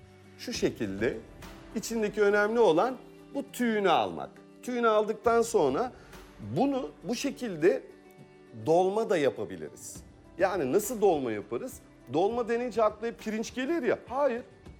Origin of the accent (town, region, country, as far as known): Aydın, Turkey